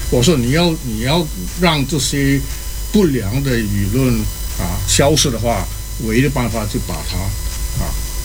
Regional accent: Malaysia; 我是讲讲我的背景，我是马来西亚长大的，马来西亚啊，我毕业的那个中学呢叫做尊孔中学

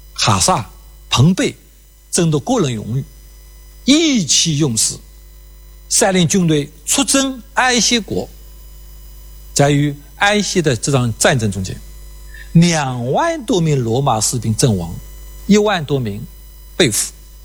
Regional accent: China; 我们中国人

